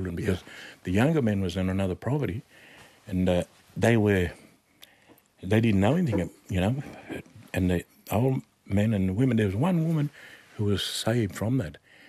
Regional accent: New South Wales, Australia; I'm from New South Wales.

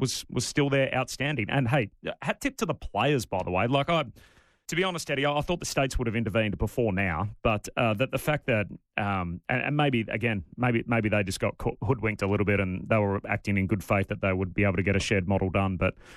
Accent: Perth, Western Australia, Australia; now in Melbourne, Australia; I'm a dude from Perth that lives in Melbourne that couldn't care less about the Broncos

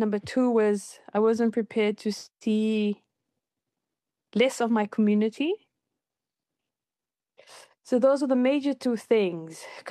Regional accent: Fiji; now in Christchurch, New Zealand; I just was like, I'm coming from Fiji. Quite naive in terms of coming into a predominantly Kiwi white neighborhood, you know, white city.

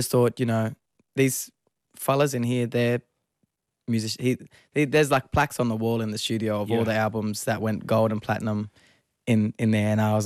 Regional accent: Leinster, Ireland; When we were little kids, just growing up in Fingal.

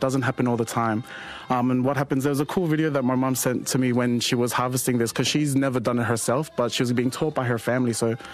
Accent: Marakei, Gilbert Islands, Kiribati; Myself, I'd like to say that I'm from Marakei because that is the best island in Kirpas.

